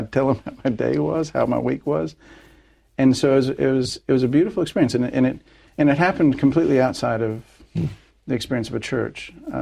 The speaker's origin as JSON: {"language": "English", "town": "Olathe", "region": "Kansas", "country": "United States", "tie": "born or raised there", "also_born_or_lived": "Hays, United States", "said": "Well, I was born in Hayes, Kansas, in western Kansas, lived my first 8 years or so of my life in Kansas. We moved to a suburb of Kansas City on the Kansas side, Olathe, Kansas, and that's where I first remember things"}